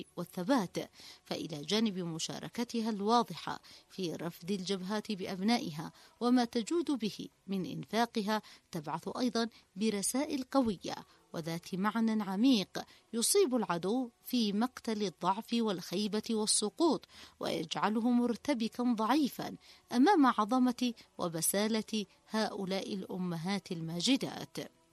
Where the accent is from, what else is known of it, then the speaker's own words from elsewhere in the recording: Yemen; بلادنا اليمن